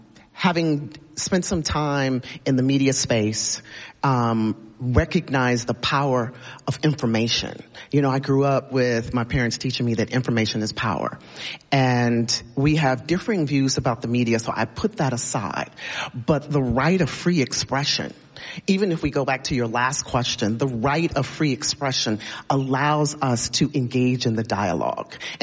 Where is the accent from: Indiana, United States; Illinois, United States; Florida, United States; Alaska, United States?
Illinois, United States; Chicago; What I would say best about this country, I saw growing up in Chicago, and that is resiliency, perseverance